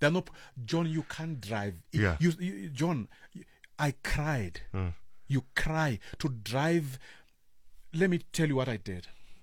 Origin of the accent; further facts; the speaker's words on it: Limpopo, South Africa; born there; Because even on the other side of Nwamitwa, the province itself, because that's where I was born. I love this province. But now I've been ashamed to say to someone I'm from Bolobedi.